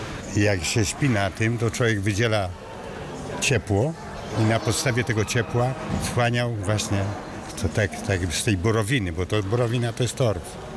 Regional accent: Wrocław, Lower Silesian Voivodeship, Poland; Jestem z Wrocławia.

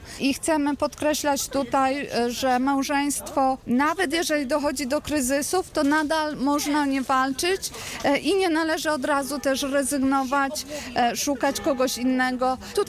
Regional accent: Wrocław, Lower Silesian Voivodeship, Poland; jestem rodowitą wrocławianką, mieszkam tutaj

